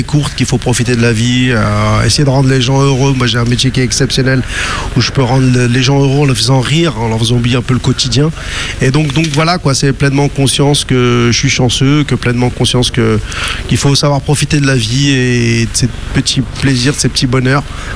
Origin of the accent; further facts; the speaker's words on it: Réunion; C'est pour ça que je suis réunionnais, parce que j'aime la moukat, moi.